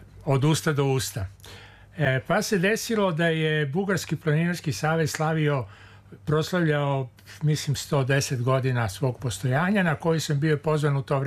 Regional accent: Belgrade, Serbia; ja sam iz Pobede, iz Beograda

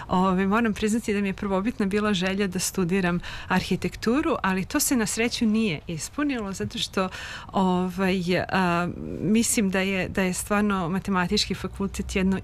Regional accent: Peć, Peć District, Kosovo; now in Serbia; Tako je, rođena sam u Metohiji, u Peći, tamo sam završila osnovnu školu

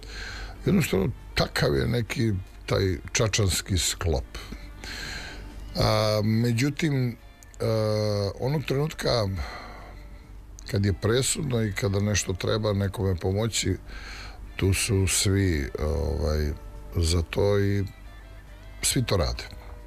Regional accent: Čačak, Šumadija and Western Serbia, Serbia; Rođen sam u Čačku. Otac mi je rođen u Čačku. Deda mi je rođen u Čačku. Pradeda mi je rođen u Čačku.

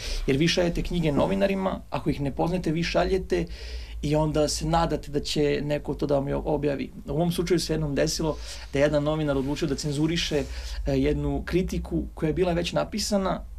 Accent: Serbia; Ja ću naravno kao neko koje je poreklom iz Srbije da predlažem srpske autore.

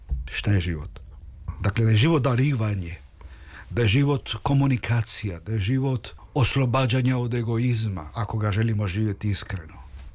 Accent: Argentina; Hodam po Beogradu i osjećam se doma. Nešto nevjerojatno, ali to je zato što dolazim iz Argentine, iz jedne multikulti zemlje

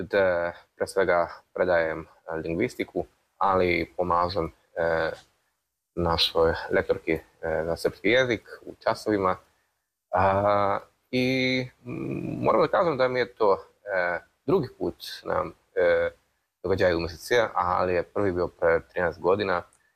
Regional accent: Kraków, Lesser Poland, Poland; Serbian is a second language; dolazim iz Krakova, iz Poljske.

